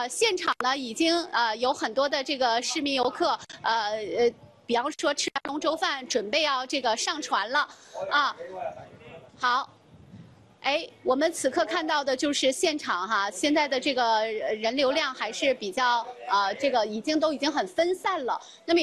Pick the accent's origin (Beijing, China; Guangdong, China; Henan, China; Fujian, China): Guangdong, China; 但是对于我们广东人来说已经提前半个月甚至一个月就已经开启了。